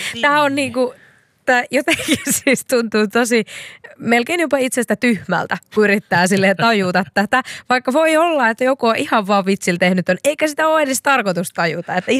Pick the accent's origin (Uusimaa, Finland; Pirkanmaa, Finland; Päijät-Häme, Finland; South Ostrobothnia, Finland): South Ostrobothnia, Finland; Seinäjoki; Mä oon sanonut, että mä oon kotoisin Seinäjoelta, mutta mä oon vieläkin, jos mennään spesifimmiksi, niin Nurmosta. Semmoinen siis kylä siinä vieressä / Seinäjoen sisällä.